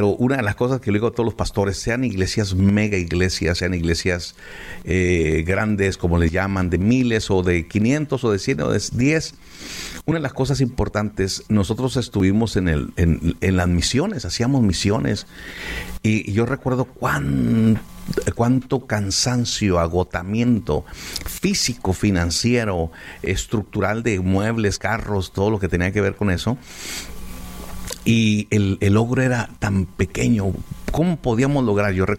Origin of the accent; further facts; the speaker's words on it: San Luis Potosí, Mexico; Es que Dios nos habló a mi esposa y a mí que tenemos que abrir una iglesia en mi pueblito o campus San Luis Potosí. San Nicolás es la cabecera, el pueblo, pero es en San Luis Potosí